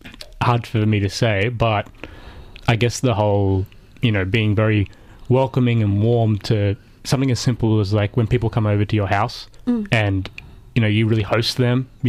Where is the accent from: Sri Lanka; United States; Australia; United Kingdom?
Australia; Brisbane, Queensland; born there; also born or lived in Melbourne; So I was born in Melbourne and then moved up to Brisbane when I was like 9 years old. So as far as I'm concerned, I'm a Brisbane boy. I like it here.